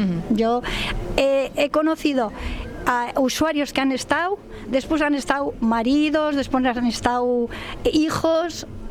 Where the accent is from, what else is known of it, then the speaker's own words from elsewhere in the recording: Muskiz, Basque Country, Spain; born there; yo he nacido aquí, mis abuelos, mi padre.